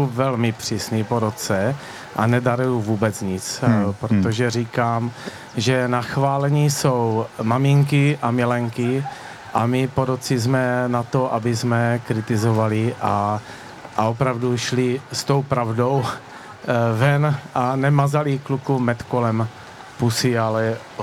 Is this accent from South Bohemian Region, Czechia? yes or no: no; Staré Město, Zlín Region, Czechia; pocházím ze Starého Města, ale momentálně trávíme krásný víkend ve Strážnici.